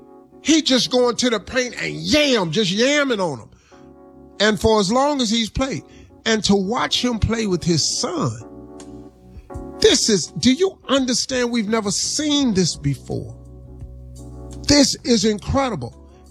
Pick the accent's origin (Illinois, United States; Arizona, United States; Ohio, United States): Ohio, United States; Cleveland; I'm from Cleveland.